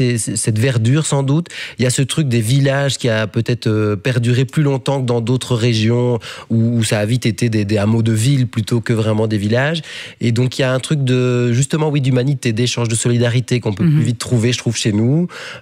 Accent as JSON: {"language": "French", "town": "Bastogne", "region": "Luxembourg", "country": "Belgium", "said": "Je suis luxembourgeois, je suis bastonnien luxembourgeois, puis belge."}